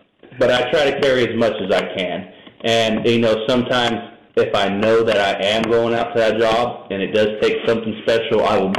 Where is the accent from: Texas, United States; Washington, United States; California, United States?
California, United States; moved away; I'm from California, so I started in California.